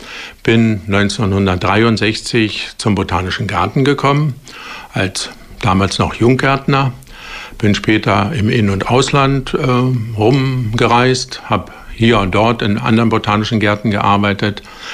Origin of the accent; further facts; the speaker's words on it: Berlin, Germany; Ja, ich bin gebürtiger Berliner, bin also in Berlin geboren, bin dort aufgewachsen, habe auch meine Gärtnerlehre dort in Berlin schon abgeschlossen.